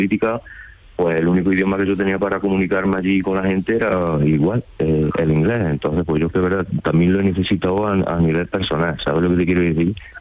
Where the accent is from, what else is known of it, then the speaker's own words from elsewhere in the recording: Hinojosa del Duque, Andalusia, Spain; y luego ya por concurso de traslado, pues yo me vine para aquí, para mi tierra, para la Pedroche.